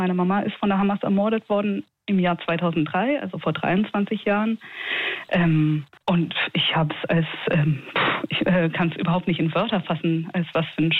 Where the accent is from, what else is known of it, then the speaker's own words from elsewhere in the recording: Israel; now in Berlin, Germany; Ich komme selbst aus Israel